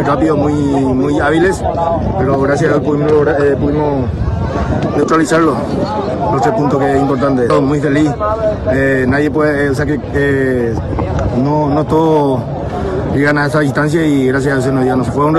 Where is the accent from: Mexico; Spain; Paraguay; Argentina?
Paraguay; moved away; Hace 4 años que llegué de Paraguay. Vine como todo inmigrante aquí y a trabajar